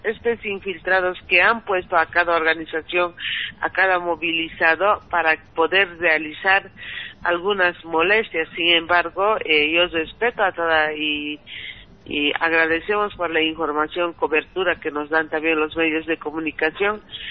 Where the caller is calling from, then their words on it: Cochabamba, Bolivia